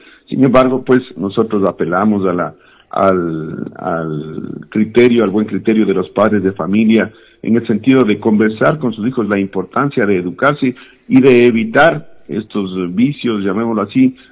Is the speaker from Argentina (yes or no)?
no; Ecuador; como ecuatorianos que somos.